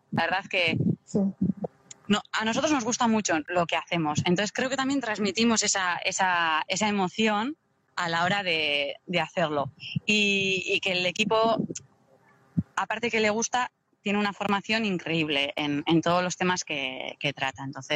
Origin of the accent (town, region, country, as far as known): Deba, Basque Country, Spain; born there